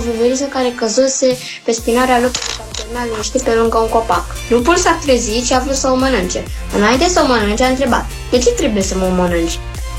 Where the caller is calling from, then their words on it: Arad, Arad County, Romania; din Arad, am 10 ani